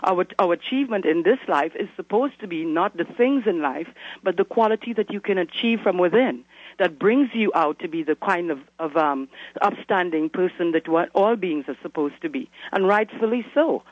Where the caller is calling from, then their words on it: Toronto, Ontario, Canada; Oh, I'm calling from Toronto.